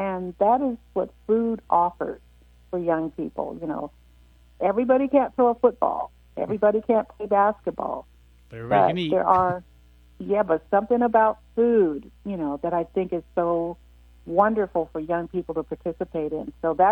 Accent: California, United States; But I'm born and bred right here in the Inland Empire.

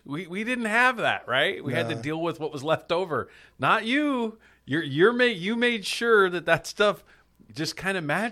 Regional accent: Fontana, California, United States; So I grew up in Fontana.

